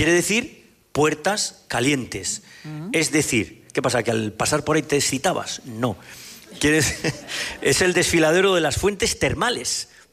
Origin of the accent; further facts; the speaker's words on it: La Rioja, Spain; moved away; hoy estamos en mi tierra y estamos además en Cervera del Río Alhama